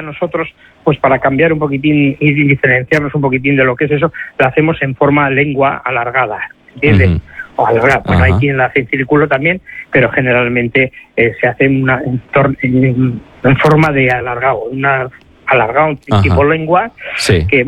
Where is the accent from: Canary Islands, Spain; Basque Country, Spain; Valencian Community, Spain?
Basque Country, Spain; Bilbao; pero nosotros lo tenemos aquí, como somos de Bilbao, pues ¿para qué queremos?